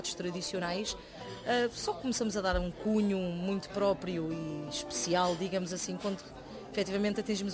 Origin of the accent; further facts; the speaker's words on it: Lisbon, Portugal; por ser nascida e criada em Alfama